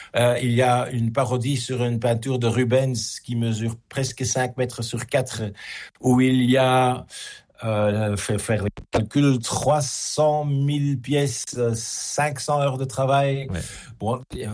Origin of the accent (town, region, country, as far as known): Belgium